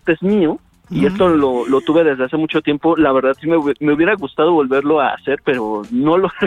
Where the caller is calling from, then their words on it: Atizapán de Zaragoza, State of Mexico, Mexico; Les hablo de la bonita ciudad de Atizapán de Zaragoza, Estado de México.